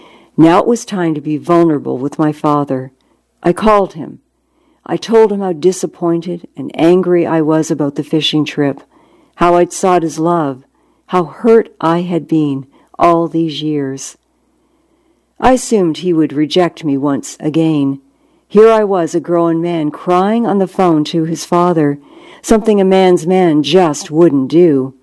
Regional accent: Toronto, Ontario, Canada; born there; I was born in St. Michael's Hospital in Toronto in 1951.

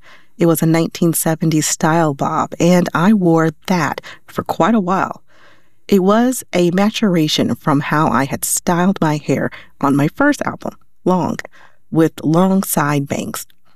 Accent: the South, United States; Since I'm from the South, rocking natural hair was a big deal for me.

